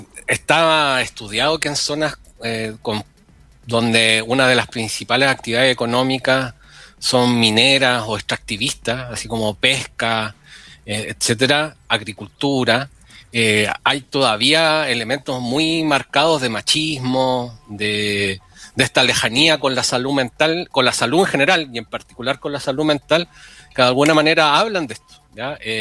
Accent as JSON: {"language": "Spanish", "town": "Santiago", "region": "Santiago Metropolitan Region", "country": "Chile", "moved": "as an adult", "said": "Por ejemplo, yo vengo de Santiago. Yo me vine a trabajar acá en la universidad"}